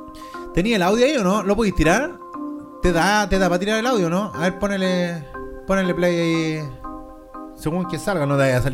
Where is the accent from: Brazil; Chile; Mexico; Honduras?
Chile; nos interesan como chilenos